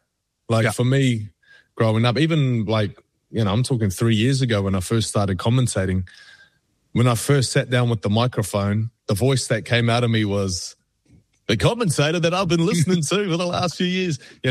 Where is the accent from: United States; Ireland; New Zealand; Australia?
New Zealand; Auckland; Like I'm from Auckland, you know, I spent my weekends growing up in Otara. I lived in Howick. I lived, you know, I'm an East Side boy.